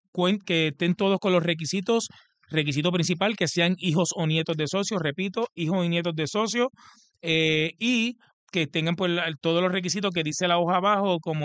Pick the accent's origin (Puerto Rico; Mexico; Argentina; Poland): Puerto Rico; Aguas Buenas; los parques hacia mi pueblo Aguabuena